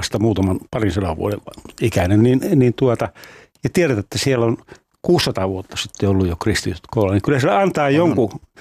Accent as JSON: {"language": "Finnish", "town": "Rovaniemi", "region": "Lapland", "country": "Finland", "tie": "born or raised there", "said": "Ja kun mä Rovaniemeltä kotoisin sellainen valtava alttarifresko, joka siellä on, jossa on Jeesus tulee Kemijoen ja Ounasjoen risteykseen lainalle."}